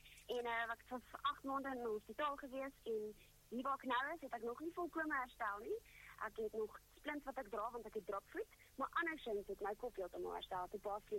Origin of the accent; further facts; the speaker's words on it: Pretoria, Gauteng, South Africa; Ek het hier in Pretoria groot geword, waar ek steeds heiliglik bly, so my hele lewe lank hier so.